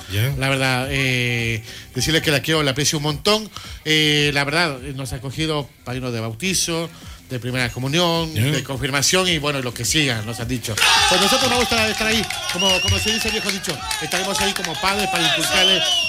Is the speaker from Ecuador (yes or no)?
yes; Quito, Pichincha, Ecuador; yo soy de Quito.